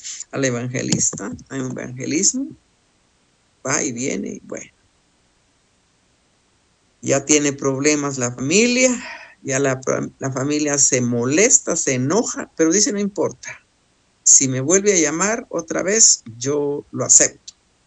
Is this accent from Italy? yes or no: no; Guatemala; de aquí de Guatemala, pues que yo soy guatemalteca.